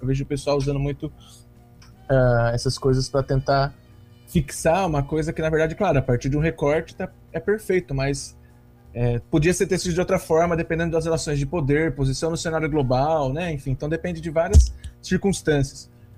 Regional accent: São Paulo, Brazil; Achei algumas informações sobre a jazz band em São Paulo, de onde eu venho

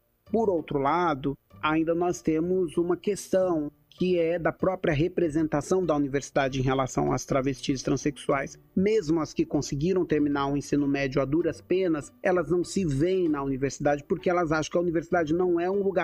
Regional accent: Osasco, São Paulo, Brazil; born there; now in Rio de Janeiro, Brazil; Sou paulista, nascida em Osasco, São Paulo. Venho de uma família periférica, né, nordestina, né, e pobre, uma família humilde.

